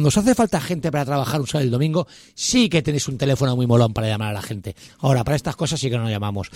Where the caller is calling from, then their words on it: Sant Adrià de Besòs, Catalonia, Spain; Yo vivo en San Adrián del Besós